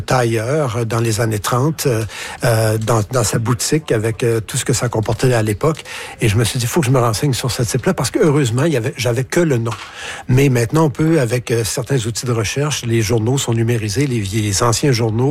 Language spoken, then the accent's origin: French; Rivière-du-Loup, Quebec, Canada; Et il savait que je suis natif de Rivière-du-Loup.